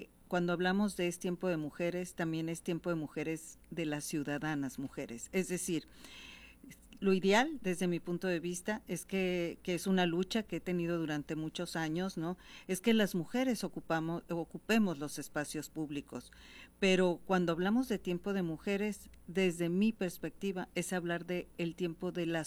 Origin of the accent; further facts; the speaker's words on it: Hermosillo, Sonora, Mexico; Nací en Hermosillo, fui presidenta municipal, estudié aquí, he sido diputada local aquí.